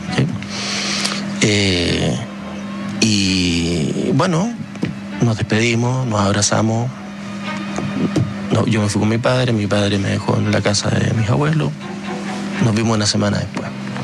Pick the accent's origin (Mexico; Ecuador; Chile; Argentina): Chile; Magallanes and Chilean Antarctica; Yo, como te digo, soy magallánico, pero pasaba los veranos acá.